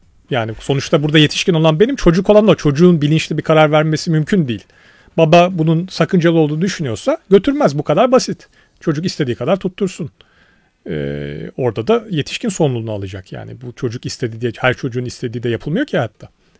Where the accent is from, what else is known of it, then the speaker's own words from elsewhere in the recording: Bursa, Turkey; Yani ben Bursalıyım.